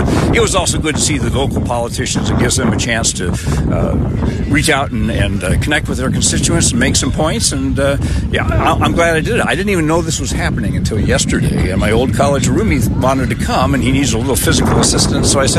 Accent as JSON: {"language": "English", "town": "Lincoln", "region": "Nebraska", "country": "United States", "said": "I'm from Lincoln"}